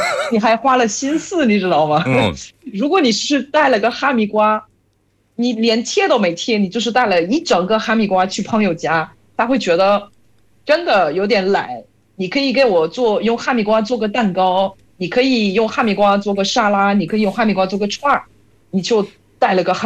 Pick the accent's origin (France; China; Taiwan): France; Chinese is a second language